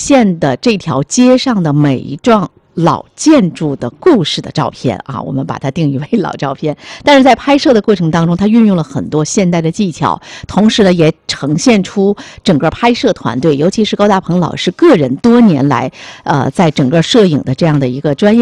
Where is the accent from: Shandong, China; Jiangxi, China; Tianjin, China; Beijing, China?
Tianjin, China; 我们土生土长的天津人